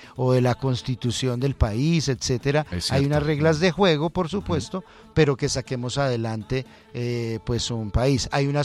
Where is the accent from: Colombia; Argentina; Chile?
Colombia; somos los colombianos